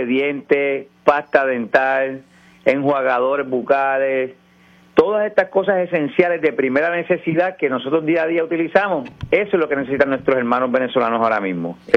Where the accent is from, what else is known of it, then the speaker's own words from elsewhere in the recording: Aguadilla, Puerto Rico; demostremos de qué estamos hechos los aguadillanos. Así que vamos para adelante, que yo voy a mi pueblo.